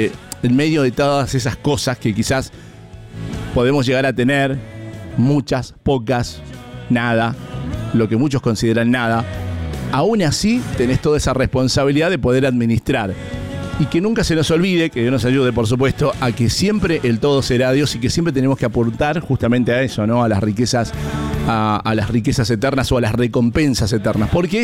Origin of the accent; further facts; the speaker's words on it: Mendoza, Argentina; somos como buenos mendocinos